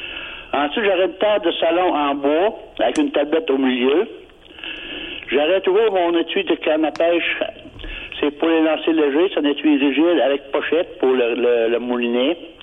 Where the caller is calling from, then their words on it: Saguenay, Quebec, Canada; J'appelle de Chicoutimi.